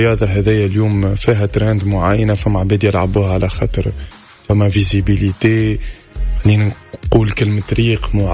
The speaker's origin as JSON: {"language": "Arabic", "town": "Bizerte", "region": "Bizerte Governorate", "country": "Tunisia", "also_born_or_lived": "France", "moved": "yes", "said": "احنا من بنزرت"}